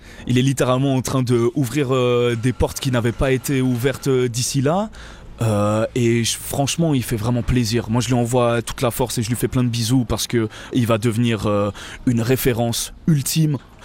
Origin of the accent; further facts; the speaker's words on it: Geneva, Switzerland; je viens de Genève, que je suis suisse.